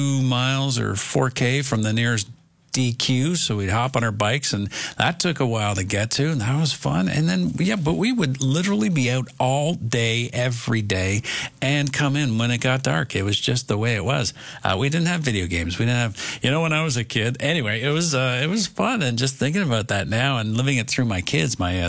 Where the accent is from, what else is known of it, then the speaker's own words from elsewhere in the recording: Toronto, Ontario, Canada; And thinking back where I grew up in the West End of Toronto, and we were near the Humber River.